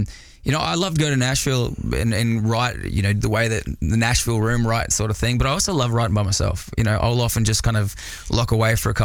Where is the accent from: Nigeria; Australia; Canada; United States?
Australia; And I'm an Australian country artist, writing songs about my little hometown back there.